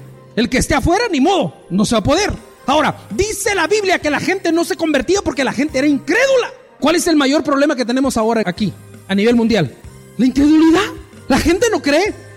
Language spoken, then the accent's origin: Spanish; Guatemala; usted y yo somos guatemaltecos